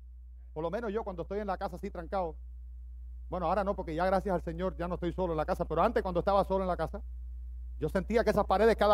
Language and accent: Spanish; Cuba; moved away as an adult; now in United States; yo soy cubano, viví 20 años allí.